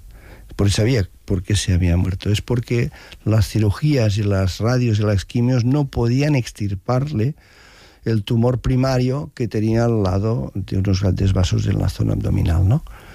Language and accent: Spanish; Arenys de Mar, Catalonia, Spain; soy de Arenys de Mar, estudié ingeniería en Canet de Mar